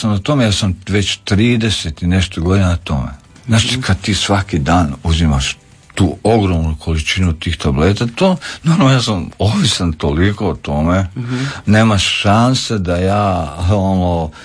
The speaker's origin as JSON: {"language": "Croatian", "town": "Vinkovci", "region": "Vukovar-Srijem County", "country": "Croatia", "moved": "yes", "said": "Tako da govorim srpski, ali mi je bliži, ja sam tamo iz Vinkovaca, mi smo tamo govorili srpski."}